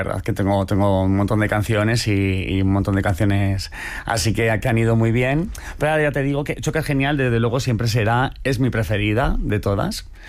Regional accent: Fuenlabrada, Community of Madrid, Spain; born there; moved away as an adult; now in Granada, Spain; cuando vengo a Madrid, porque ahora vivo en Granada, pero cuando me quedo en Madrid, pues me quedo en mi casa de mis padres en Fuenlabrada

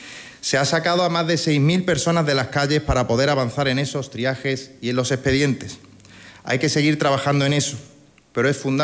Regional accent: Ceuta, Spain; Nadie debería haber olvidado que yo soy de Ceuta y que esta ciudad me duele desde la Cabililla hasta el Hacho. Aquí nací, estudié, aquí trabajo y aquí están mi familia, amigos y mi mujer.

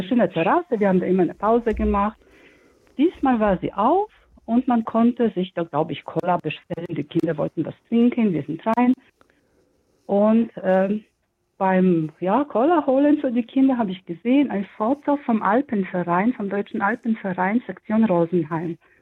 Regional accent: Poland; German is a second language; ich komme ja auch aus Polen und habe nur ein bisschen Russisch gelernt.

